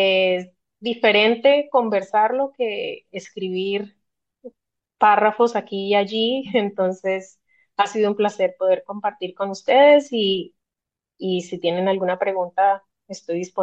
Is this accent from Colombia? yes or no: yes; Colombia; moved away; also born or lived in Norwich, England; una persona que era más colombiana que yo